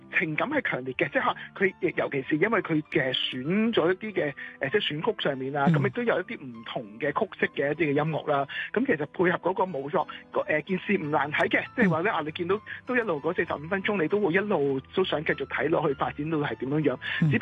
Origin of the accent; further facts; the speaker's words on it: Hong Kong; 我就算作为香港即土生土长的一个人当然这个是我儿时的一个回忆啦。